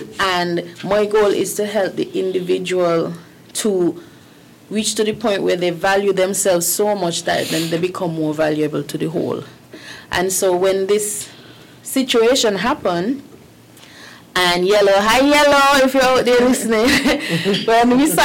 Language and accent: English; Sandy Point, Saint Anne Sandy Point, St. Kitts & Nevis; I'm originally from Sandy Point.